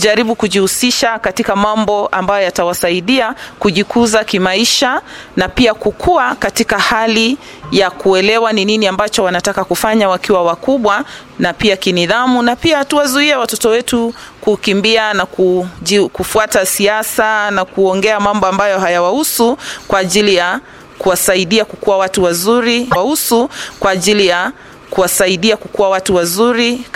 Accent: Kenya; mahali ambapo tunatoka, maeneo ya Munyuki

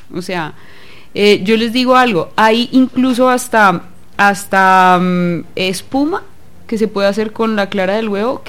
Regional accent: Zipaquirá, Cundinamarca, Colombia; born there; Nací en Zipaquirá.

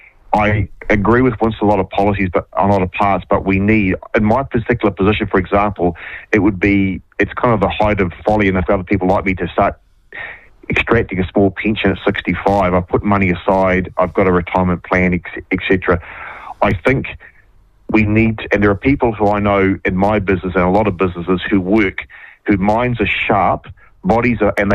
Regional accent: Waikato, New Zealand; I'm from the Waikato originally, but it's actually quite good.

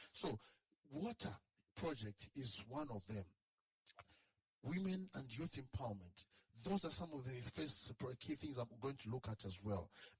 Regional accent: Lusaka, Lusaka Province, Zambia; I am one of you, and I come from Lusaka Central. I am not a stranger.

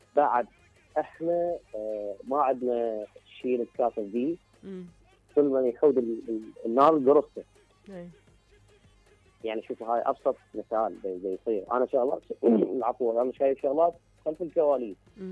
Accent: Iraq; ومرات احنا عراقيين

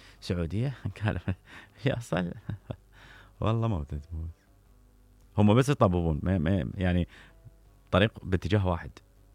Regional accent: Iraq; انا مواطن عراقي

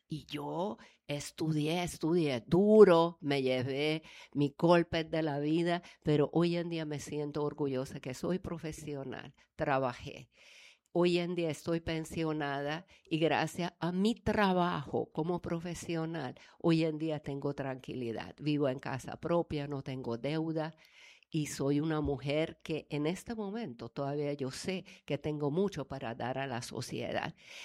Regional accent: Hungary; moved away as an adult; also born or lived in Budapest, Hungary; now in Cartagena, Colombia; Yo vengo de Hungría, yo vengo de un pueblito, después estudié bachillerato en la capital y después tuve oportunidad de estudiar en la Universidad Nacional de Hungría.

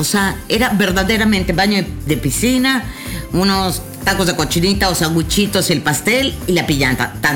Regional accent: Mérida, Yucatán, Mexico; Donde yo vivía, yo crecí, yo soy de la García Jiménez. Y en la calle donde yo crecí, a media cuadra de mi casa, que era la calle 15

